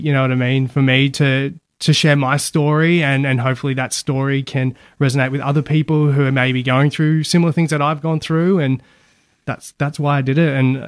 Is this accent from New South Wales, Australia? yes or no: no; Queensland, Australia; also born or lived in Geelong, Victoria; I was born in Victoria, in Geelong, and moved to Queensland when I was a little kid, so 6 years old